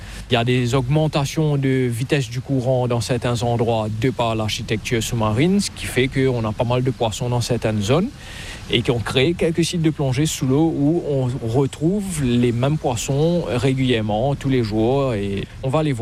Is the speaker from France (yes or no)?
yes; Brittany, France; now in Mauritius; Exactement, voilà. On est de la Bretagne.